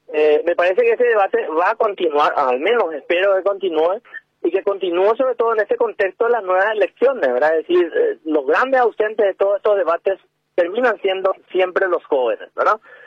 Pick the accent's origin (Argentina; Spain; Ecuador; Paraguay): Paraguay; en qué condiciones queremos seguir siendo paraguayos